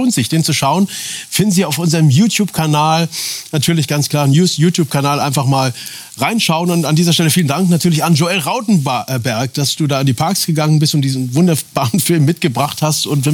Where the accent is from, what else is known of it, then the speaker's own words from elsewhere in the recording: Berlin, Germany; Sag mal jetzt als Berliner.